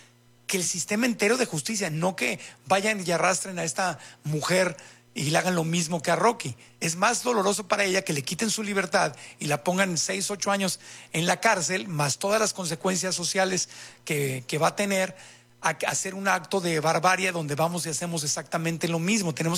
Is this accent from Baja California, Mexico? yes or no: yes; Tijuana, Baja California, Mexico; Yo soy de Tijuana y yo lo veía con mi propia familia en Tijuana y San Diego.